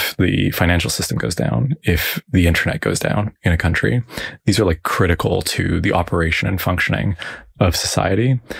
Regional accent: Toronto, Ontario, Canada; born there

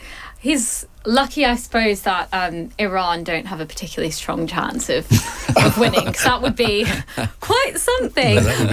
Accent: Australia; accent: Australian; I'm a Socceroos fan. Because I'm Australian.

